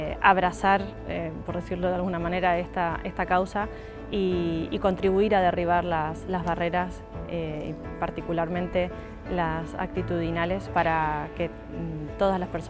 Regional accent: Uruguay; also born or lived in Argentina; now in Spain; Por nacimiento soy argentina, por crianza y por familia soy uruguaya, y actualmente estoy viviendo en España.

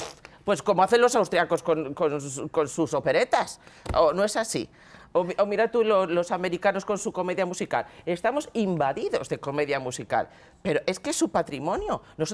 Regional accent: Madrid, Community of Madrid, Spain; Soy madrileña.

